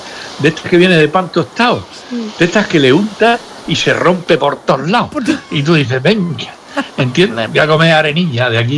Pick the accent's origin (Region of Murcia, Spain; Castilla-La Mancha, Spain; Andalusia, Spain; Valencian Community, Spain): Region of Murcia, Spain; Y si viviéramos en Galicia, los murcianos, no saldríamos al portal de la calle